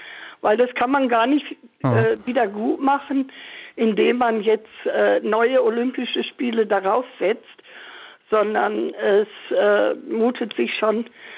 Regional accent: Bochum, North Rhine-Westphalia, Germany; born there; now in Munich, Germany; Ich komme aus dem Ruhrgebiet gebürtig. Oh. Aus Bochum und lebe jetzt seit 60 Jahren hier in München.

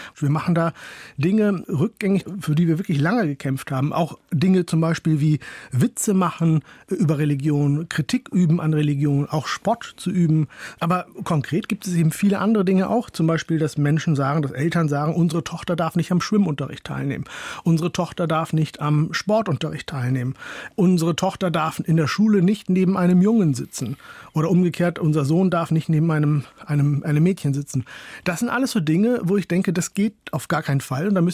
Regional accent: Hollern-Twielenfleth, Lower Saxony, Germany; Da sage ich, ja, richtig komme ich aus Norddeutschland, nämlich aus Holland-Wielenfleet.

